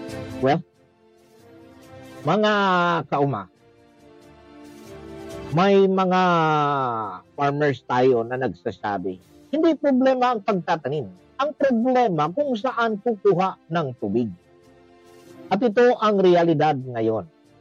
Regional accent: Bansalan, Davao Region, Philippines; Nandiyan na lang sa amin sa Mount Carmel, kinuskusan Bansalan, Davao del Sur.

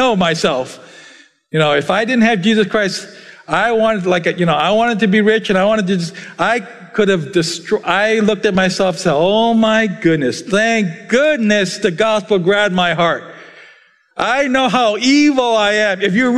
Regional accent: South Korea; I mean, I'm speaking as a Korean, sorry. As an American, well, I don't need to tell of the evils of the world

